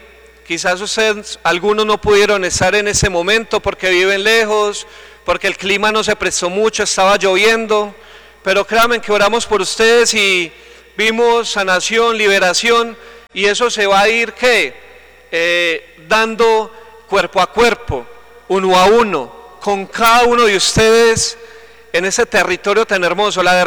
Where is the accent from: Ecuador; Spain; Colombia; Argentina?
Colombia; Itagüí, Antioquia; Nosotros, un puñadito de misioneros, venimos de Medellín, exactamente del municipio de Itagüí.